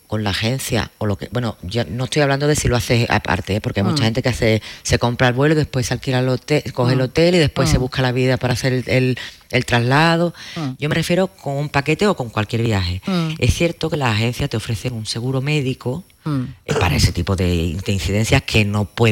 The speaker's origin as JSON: {"language": "Spanish", "country": "Spain", "said": "La gente ignora que en la Unión Europea nosotros tenemos como españoles la posibilidad de pedir la tarjeta sanitaria europea"}